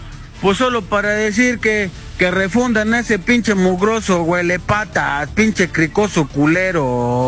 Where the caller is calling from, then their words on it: Aguascalientes, Mexico; debería de hacer lo mismo aquí en Aguascalientes